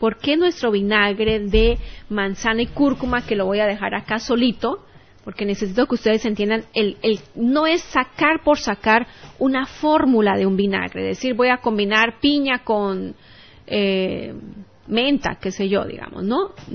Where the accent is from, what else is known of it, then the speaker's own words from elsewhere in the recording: Bolivia; now in Santa Cruz, Bolivia; Nosotros somos de Bolivia, estamos en Santa Cruz.